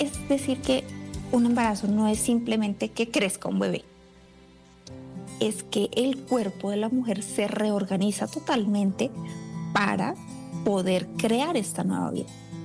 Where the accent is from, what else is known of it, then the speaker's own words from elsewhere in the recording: Colombia; now in Belgium; soy colombiana, vivo en Bélgica, pero hoy transmito desde Colombia. Estoy aquí en mi tierra natal.